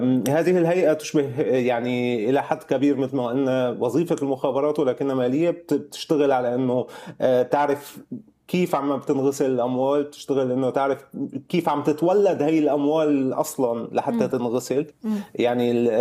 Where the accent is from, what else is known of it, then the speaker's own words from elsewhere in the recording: Syria; عندنا بسوريا